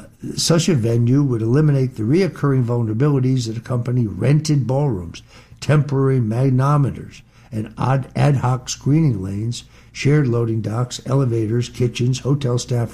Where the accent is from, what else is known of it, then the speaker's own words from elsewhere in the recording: Connecticut, United States; Connecticut, my home state